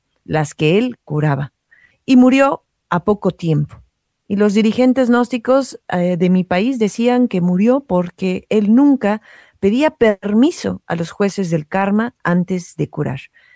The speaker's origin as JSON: {"language": "Spanish", "country": "Costa Rica", "said": "en mi país, Costa Rica, en los años 60"}